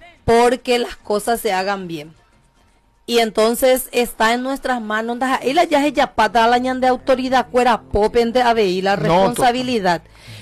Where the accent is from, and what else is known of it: Carapeguá, Paraguarí, Paraguay